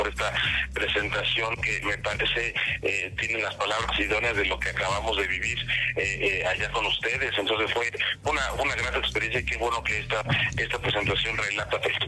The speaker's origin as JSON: {"language": "Spanish", "country": "Mexico", "said": "Pues fíjate que me baso mucho en cómo somos como mexicanos."}